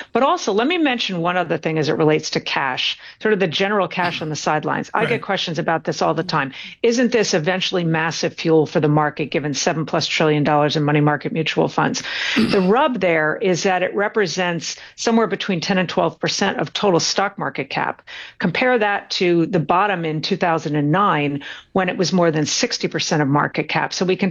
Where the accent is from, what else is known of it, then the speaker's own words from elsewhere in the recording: Norway; I went to my home country, Tom. I went to Norway.